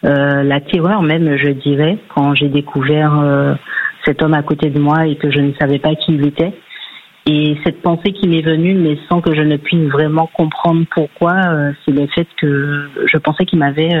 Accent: Martinique; born or raised there; now in Rennes, France

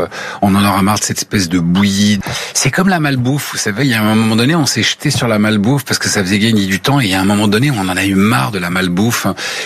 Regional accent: France; now in United States; je suis français, enfin, vous voyez, de cœur et d'adoption, et je suis devenu américain de cœur et d'adoption

